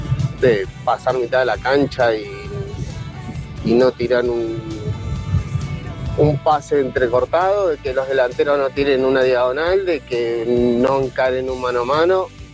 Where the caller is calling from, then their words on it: Mar del Plata, Buenos Aires Province, Argentina; de Mar del Plata.